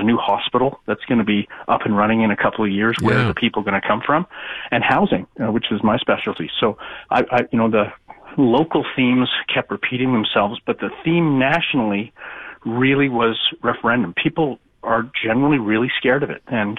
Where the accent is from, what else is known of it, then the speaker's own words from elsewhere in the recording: Beaconsfield, Quebec, Canada; my parents live in Hudson and I grew up in Beaconsfield